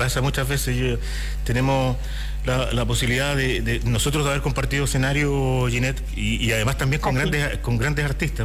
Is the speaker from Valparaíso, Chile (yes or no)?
no; Angol, Araucanía, Chile; son de mi tierra, son de Angol.